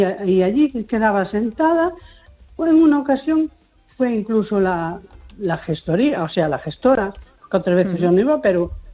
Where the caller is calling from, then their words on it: A Coruña, Galicia, Spain; de la Coruña.